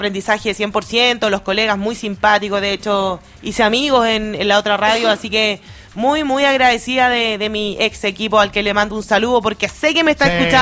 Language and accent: Spanish; Santiago, Santiago Metropolitan Region, Chile; moved away as an adult; now in Los Ángeles, Chile; Yo soy de Santiago. Pero llevo casi 9 años en Los Ángeles, así que ya me considero casi angelina.